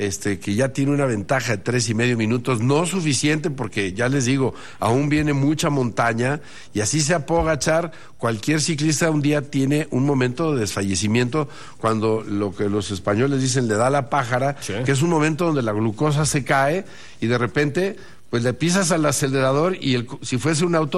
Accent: Mexico

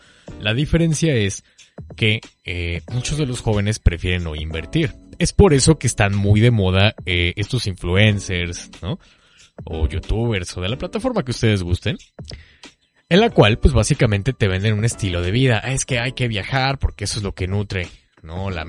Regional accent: Veracruz, Mexico; los que somos de aquí de Veracruz

